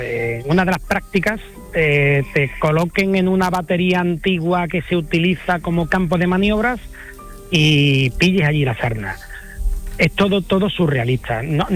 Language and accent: Spanish; Seville, Andalusia, Spain; soy sevillano